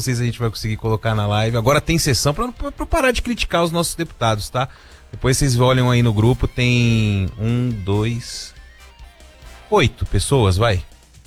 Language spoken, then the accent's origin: Portuguese; Brazil; sendo brasileiro